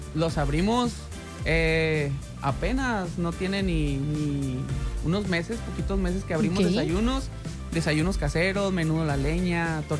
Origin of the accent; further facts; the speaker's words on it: Tepic, Nayarit, Mexico; Yo soy de Tepic, Nayarit.